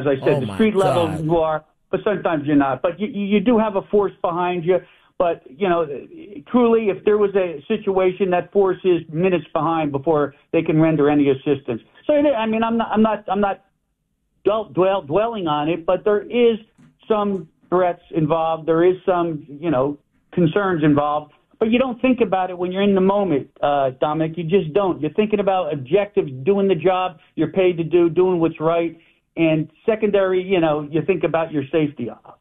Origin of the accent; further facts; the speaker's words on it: New Jersey, United States; also born or lived in Florida; Once again, I was raised in New Jersey, but immediately after graduating my DEA academy, I was sent down to Florida and then overseas.